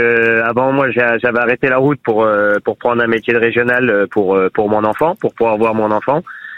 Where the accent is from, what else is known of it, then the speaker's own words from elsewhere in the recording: Bourgogne-Franche-Comté, France; moved away; Je suis originaire de Saône-et-Loire, mais je suis pas en Saône-et-Loire actuellement.